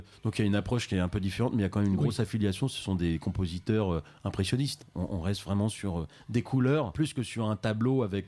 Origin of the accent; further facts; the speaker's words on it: Montbéliard, Bourgogne-Franche-Comté, France; also born or lived in Chartres; Je voulais juste dire qu'on a un point commun avec Damien, c'est que moi je suis originaire de Montbéliard.